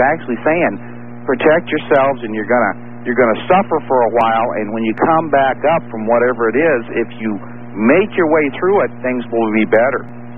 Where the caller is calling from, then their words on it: Iowa, United States; I am in Iowa.